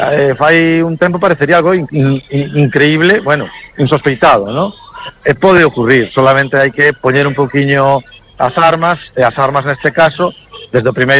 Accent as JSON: {"language": "Galician", "town": "Bañobre", "region": "Galicia", "country": "Spain", "said": "se o digo polo meu pueblo, non, Bañobre, que decir, non somos nin concello, temos unha verbena, non?"}